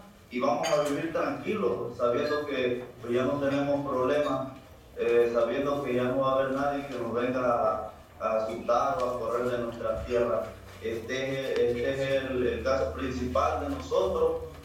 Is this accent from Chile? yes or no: no; Paso del Águila, Mexico; yo también soy de aquí de Paso del Águila, soy un joven comunero